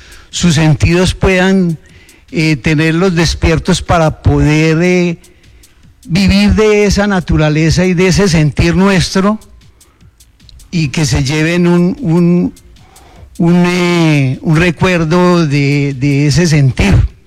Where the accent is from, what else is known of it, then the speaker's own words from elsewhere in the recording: Bogotá, Colombia; moved away as an adult; now in Ramiriquí, Colombia; Mi esposa viene del Quindío, yo soy de Bogotá. Y nos juntamos, nos encontramos en el camino y resultamos viviendo acá.